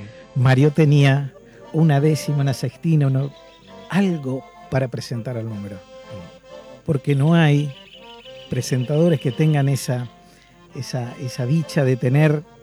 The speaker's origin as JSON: {"language": "Spanish", "town": "Maciá", "region": "Entre Ríos", "country": "Argentina", "tie": "born or raised there", "said": "prueba fuego en mi pueblo"}